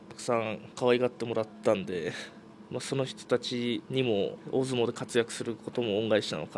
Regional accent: Aomori, Japan; moved away as an adult; 青森で生まれて18年間育ってるんで

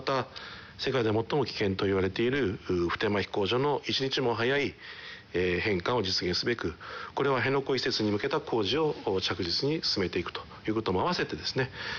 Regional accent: Kumamoto, Japan; 私地元熊本なんですけども

